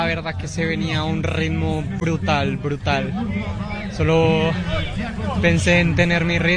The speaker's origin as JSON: {"language": "Portuguese", "country": "France", "second_language": "Portuguese", "said": "Sou francês, mas tem uma mulher portuguesa."}